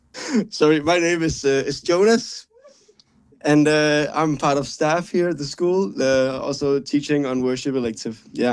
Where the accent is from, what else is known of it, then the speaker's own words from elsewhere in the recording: Denmark; I'm from Denmark.